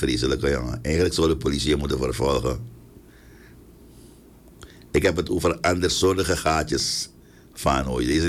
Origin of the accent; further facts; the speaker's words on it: Suriname; Het is onvoorstelbaar dat wij als Surinamers elke dag weer te maken hebben met het mentaal geweld dat ons wordt aangedaan.